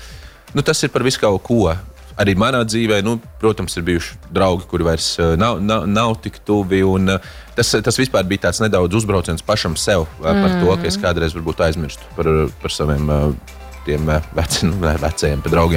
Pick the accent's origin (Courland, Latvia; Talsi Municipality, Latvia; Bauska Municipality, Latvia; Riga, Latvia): Riga, Latvia; Vispār es esmu diezgan rīdzinīts.